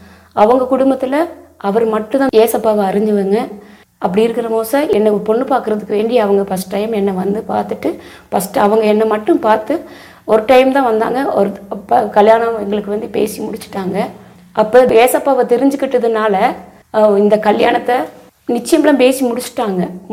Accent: Kambam, Tamil Nadu, India; நான் பிறந்து வளர்ந்ததெல்லாம் தமிழ்நாட்டில் கம்பத்தில் வளர்ந்தது, படித்தது எல்லாம் அங்கே தான் நான் படித்து வளர்ந்தேன்.

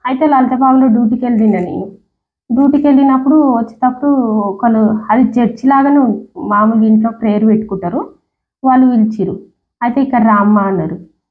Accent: Karnataka, India; అంటే మాది కర్ణాటక అని చెప్పిన నేను.

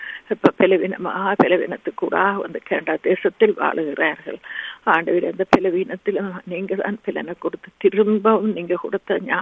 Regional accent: Sri Lanka; moved away; நாங்கள் பிறந்து வளர்ந்த இலங்கை தீவுக்காக உங்களிடையில் வருகிறோம்.

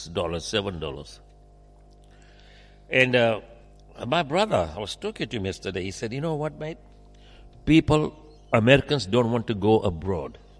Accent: India; I'm an Indian.

